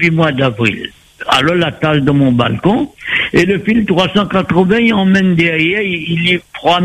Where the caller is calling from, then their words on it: Saint-Benoît, Réunion; Oui, excusez-moi, je suis où de Saint-Benoît, hein?